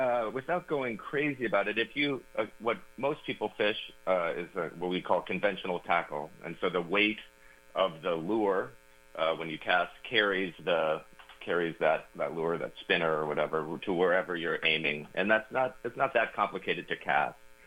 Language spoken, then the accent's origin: English; Minneapolis, Minnesota, United States; now in New York, United States; I grew up in Minneapolis, and my family had a cabin 2 hours east in southwest Wisconsin. And so I would spend a lot of my summers there.